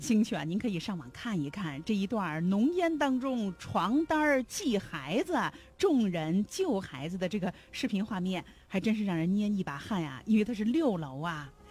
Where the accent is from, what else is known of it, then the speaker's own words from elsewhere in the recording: Xi'an, Shaanxi, China; 因为我是西安人。